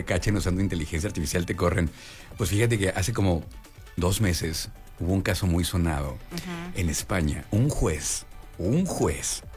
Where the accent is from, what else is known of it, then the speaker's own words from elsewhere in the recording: Irapuato, Guanajuato, Mexico; moved away; Ya anda Nancy Salazar allá en mi tierra.